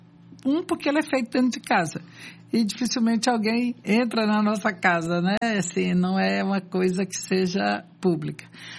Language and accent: Portuguese; São Luís, Maranhão, Brazil; also born or lived in São Paulo; now in Recife, Brazil; Eu sou de São Luís do Maranhão. Não sou aqui de Recife, mas já estou adotada, né? Vim para passar uma chuva e virei aqui recifense. E antes também morei em São Paulo um tempo.